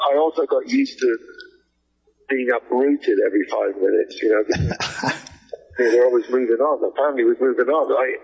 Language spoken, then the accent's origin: English; England, United Kingdom; born there; also born or lived in Canada; Well, you know, I was born in England. My parents were Welsh, but I was born in England, and we travelled a lot. We moved a lot. We moved 18 times.